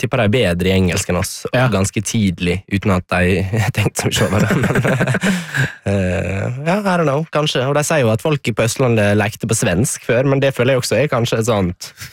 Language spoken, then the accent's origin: Norwegian; Kristiansand, Agder, Norway; also born or lived in Mandal; jeg kommer fra Kristiansand, jeg er nesten fra Mandal, kanskje.